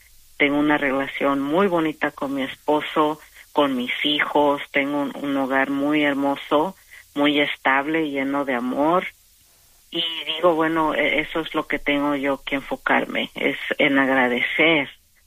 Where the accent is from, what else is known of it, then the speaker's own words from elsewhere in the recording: Iguala, Guerrero, Mexico; Y pues me dolió más porque yo soy de Iguala. Y ahí es donde desaparecieron, donde fueron desaparecidos los estudiantes. Fue en Iguala, como a 10 minutos de donde yo nací, de la casa donde yo nací.